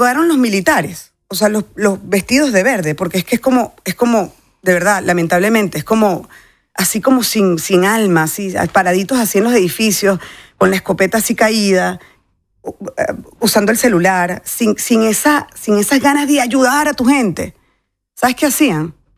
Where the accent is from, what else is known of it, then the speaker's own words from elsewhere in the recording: Venezuela; estamos los venezolanos. O sea, yo soy venezolana, yo me siento orgullosa de cómo el venezolano hoy está ayudando